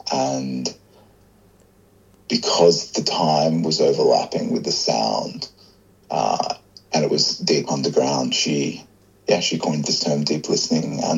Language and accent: English; Australia; I'm here, you know, as a visitor, an outsider, and also as an Australian.